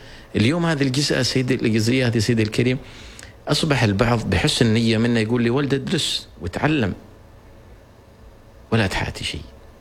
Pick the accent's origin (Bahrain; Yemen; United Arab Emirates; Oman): Oman; أني أنا عماني وابن هذا البلد ولدت في هذا البلد